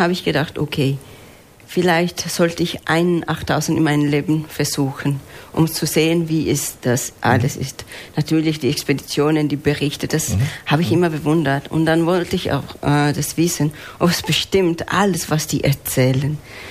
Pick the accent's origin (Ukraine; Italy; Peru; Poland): Peru; Huaraz, Ancash; German is a second language; moved away as an adult; now in Karlsruhe, Germany; Kindergarten war im Dorf, wo ich aufgewachsen bin. Mhm. Dann kam die Schule, diese 5.000er, mhm, 6.000er, mhm, in den Anden.